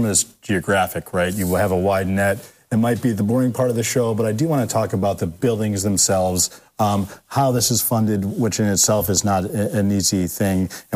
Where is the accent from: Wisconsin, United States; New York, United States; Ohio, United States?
Ohio, United States; Toledo; I was a kid from Old Orchard, although I went to Toledo Public Schools.